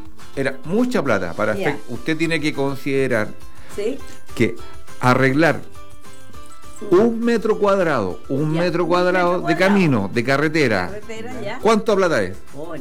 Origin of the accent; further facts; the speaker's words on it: Punta de Cortés, O'Higgins, Chile; La tormenta se escuchó en mi tierra, en Punta bien de Cortés.